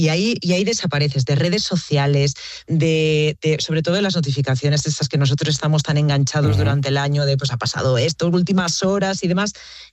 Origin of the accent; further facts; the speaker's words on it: La Vall d'Uixó, Valencian Community, Spain; que yo soy de Baiduxó, que es un pueblo que está rodeado de montañas y que tiene el mar muy, muy, muy, muy cerquita, Moncófar, Chilches, Burriana, Nules, ¿no?